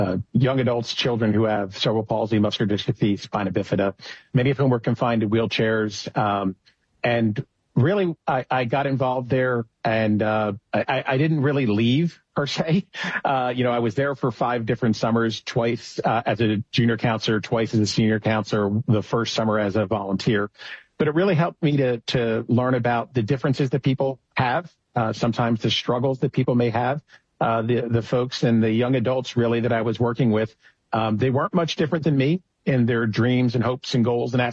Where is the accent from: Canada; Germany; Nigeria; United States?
United States; Wilmington, Delaware; born or raised there; also born or lived in Pennsylvania